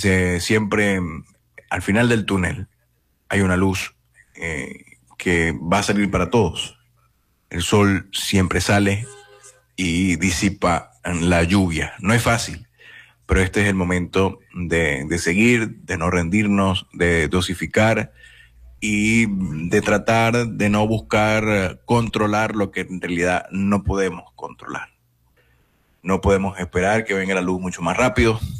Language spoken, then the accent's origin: Spanish; Venezuela; porque bueno, al final todos somos venezolanos.